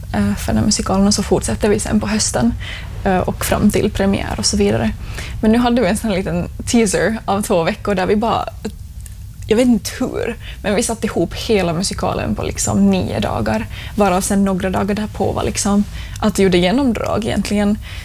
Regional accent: Finland; moved away as an adult; now in Gothenburg, Sweden; jag var hemma i Finland på liksom sommarlov

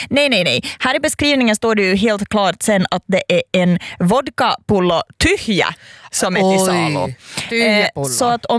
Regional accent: Ostrobothnia, Finland; Österbotten, för det är ju min hemtrakt.

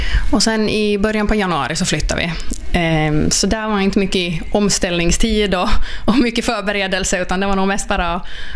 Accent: Kristinestad, Ostrobothnia, Finland; moved away as an adult; now in Guangzhou, China; jag kommer från Sileby då, en liten by utanför Kristinestad. Men senaste 2,5 åren så har jag varit i Kina tillsammans med min man

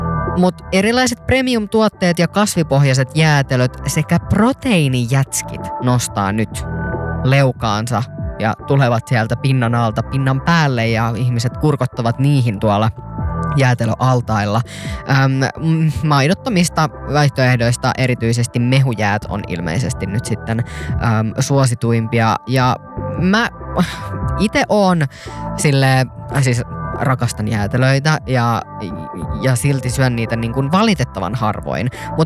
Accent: Pori, Satakunta, Finland; oon mä sitten etsinyt sitä kotikaupungistani Porista asti

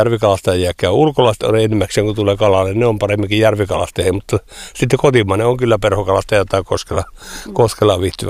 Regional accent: Kuhmo, Kainuu, Finland; born there; se on minun ihan syntymäkoti.

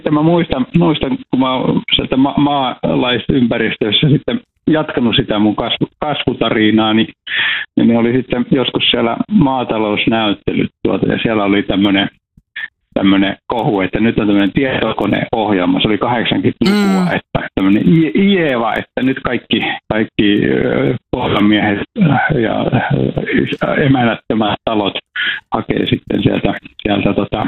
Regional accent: Iisalmi, North Savo, Finland; born or raised there

